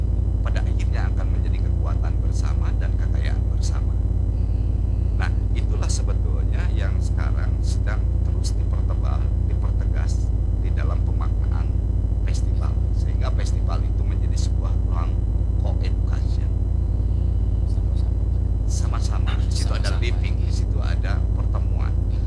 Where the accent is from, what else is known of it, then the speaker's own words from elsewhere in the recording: South Kalimantan, Indonesia; Mau seperti apapun, mau kemana pun, mau modern, mau kontemporer, tetapi harus ingat, kita itu adalah Banjar.